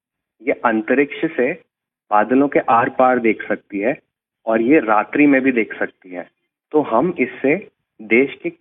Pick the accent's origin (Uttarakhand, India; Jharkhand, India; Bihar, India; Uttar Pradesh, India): Uttarakhand, India; Almora; मैं अल्मोड़ा से हूँ।